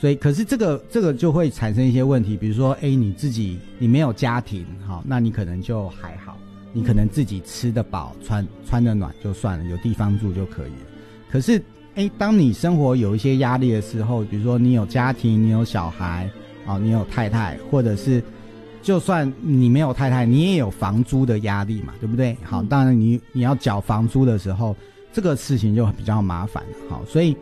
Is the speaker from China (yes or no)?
no; Taiwan; 这些我们都是台湾人